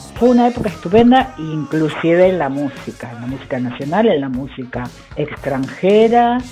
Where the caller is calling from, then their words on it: Wilde, Buenos Aires Province, Argentina; de Wilde.